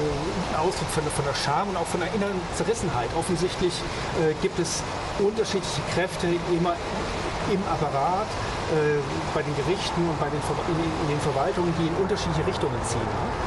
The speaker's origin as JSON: {"language": "German", "country": "Germany", "said": "also ich als Deutsche"}